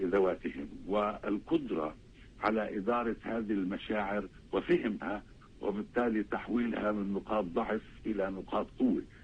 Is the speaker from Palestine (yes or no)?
yes; Palestine; وضعيتنا كفلسطينيين